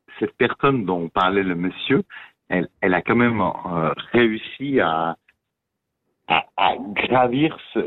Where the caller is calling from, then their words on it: Fribourg, Switzerland; Moi, je suis fribourgeois.